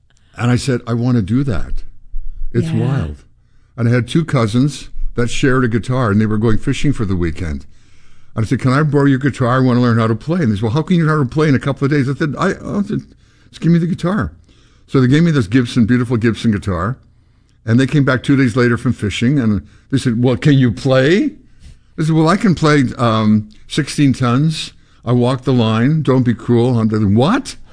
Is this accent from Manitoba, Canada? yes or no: yes; Winnipeg, Manitoba, Canada; I'm from Winnipeg.